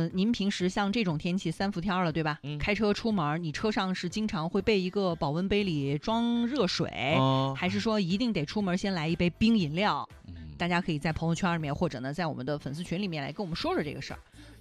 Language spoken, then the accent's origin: Chinese; Changsha, Hunan, China